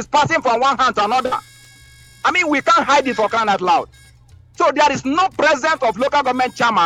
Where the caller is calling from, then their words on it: Rivers, Nigeria; I am from Rumodogo, precisely in MOA local government.